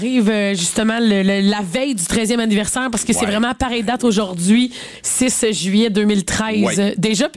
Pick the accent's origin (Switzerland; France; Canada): Canada; Quebec; chez nous, au Québec.